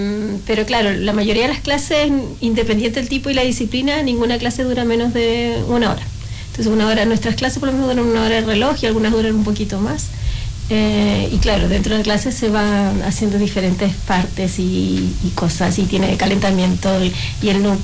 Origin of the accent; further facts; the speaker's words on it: Buenos Aires Province, Argentina; moved away; Yo soy argentina, perfecto. Vengo de la costa de Buenos Aires